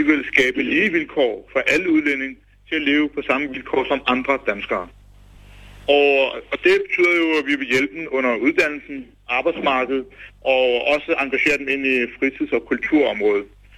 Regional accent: Høje-Taastrup, Capital Region of Denmark, Denmark; Jeg er pakistansk mand fra Høje-Taastrup Kommune. Jeg er 27 år, uddannet revisor.

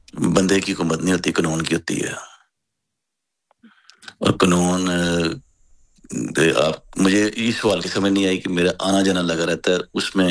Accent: Pakistan; now in Sweden; میں خود بھی پاکستانی ہوں.

